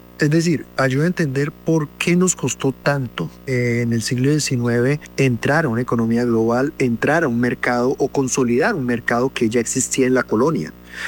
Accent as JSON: {"language": "Spanish", "country": "Colombia"}